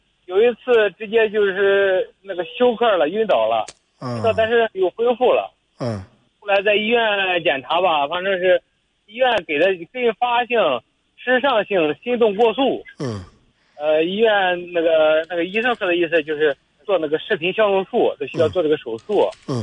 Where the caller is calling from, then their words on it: Rizhao, Shandong, China; 意思，山东日照。